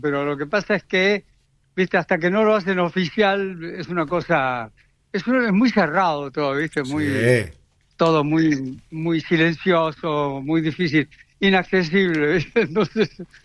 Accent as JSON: {"language": "Spanish", "region": "Córdoba", "country": "Argentina", "said": "siendo yo cordobés como soy"}